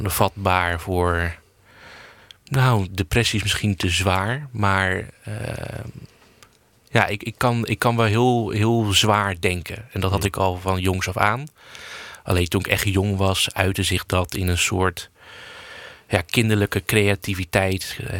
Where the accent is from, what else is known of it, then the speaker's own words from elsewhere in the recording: Alblasserdam, South Holland, Netherlands; now in Zegge, Netherlands; Ik ben opgegroeid in Alblasserdam. Dat is een dorpje bij Dordrecht. Zwaar gereformeerd dorpje. Ik heb daar op een christelijke basisschool gezeten.